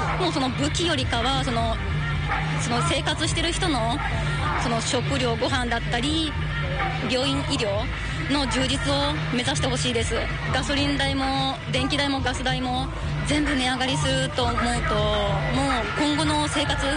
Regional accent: Shizuoka, Japan; うちの実家が静岡県なんですけど、もう気づいたらもう。

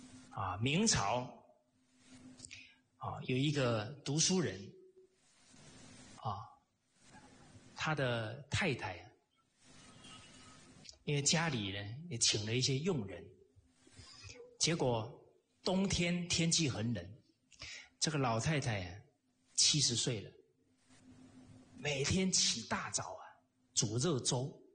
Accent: Taiwan; 我是台湾的小孩呀，啊，有时候不小心就讲台湾，因为比较熟悉

